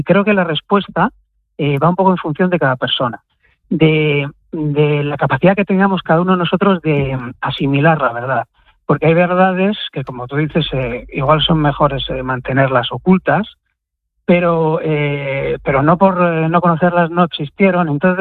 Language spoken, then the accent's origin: Spanish; Bilbao, Basque Country, Spain; yo soy bilbaíno de siempre